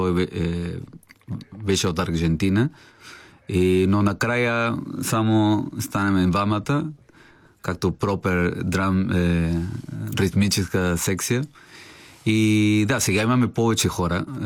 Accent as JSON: {"language": "Bulgarian", "country": "Peru", "second_language": "Bulgarian", "moved": "yes", "lives_now": "Bulgaria", "said": "Българин. И може след 10 години съм повече българин от перуански. Защото, нали, много време съм живее тук"}